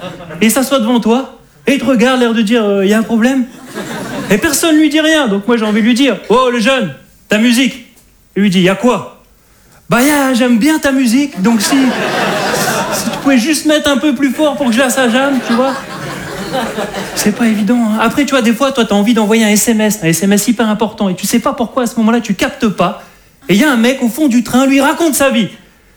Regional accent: Hauts-de-France, France; je suis un ch'ti.

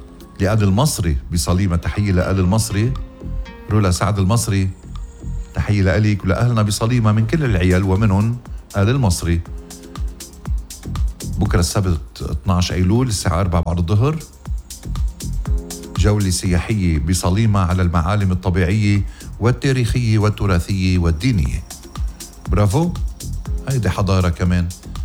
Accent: Ghazir, Keserwan-Jbeil, Lebanon; بضيعتي الحلوة غزير

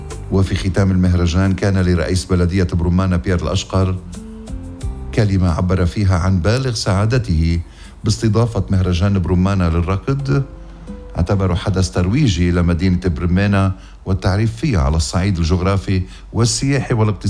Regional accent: Lebanon; بوطننا لبنان

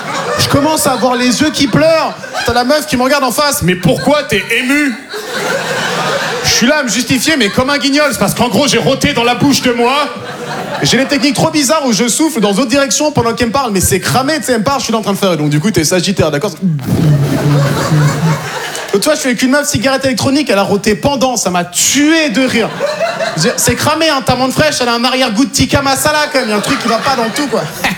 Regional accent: Normandy, France; born there; Tu me demandes tu viens d'où? Je te réponds honnêtement. Moi, je suis né en Normandie.

